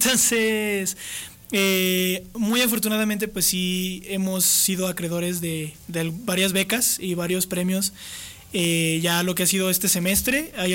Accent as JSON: {"language": "Spanish", "town": "Fresnillo", "region": "Zacatecas", "country": "Mexico", "moved": "as an adult", "said": "yo soy de Fresnillo, Zacatecas, entonces soy foráneo"}